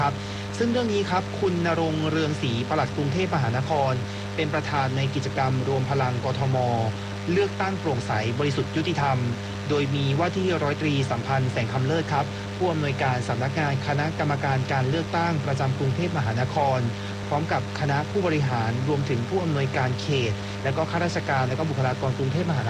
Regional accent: Nonthaburi, Thailand; เราเป็นคนนนทบุรี

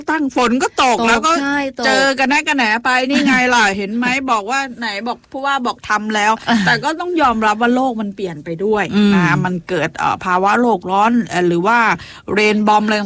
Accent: Bangkok, Thailand; ในฐานะคนกทม.ต้องพูดได้เต็มปากเต็มคำเหมือนกัน

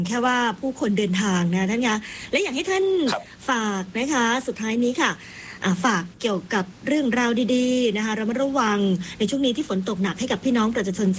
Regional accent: Isan, Thailand; เราเป็นชาวอีสานค่ะ

